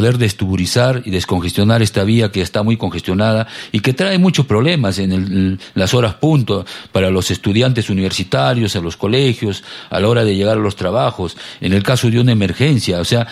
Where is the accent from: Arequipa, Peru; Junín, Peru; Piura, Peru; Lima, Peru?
Arequipa, Peru; Tiabaya; yo soy natural de Arequipa y nacido en el distrito de Tiabaya